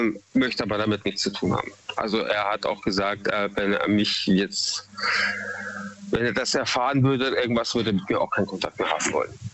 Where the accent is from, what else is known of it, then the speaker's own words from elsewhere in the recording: Munich, Bavaria, Germany; now in Freiburg, Germany; Also ich bin ursprünglich aus Bayern, ja, Münchner Kindl. Und bewusst bin ich damals eben nach Eichstätten, also nach Freiburg gezogen, um mich einfach so ein bisschen zu distanzieren.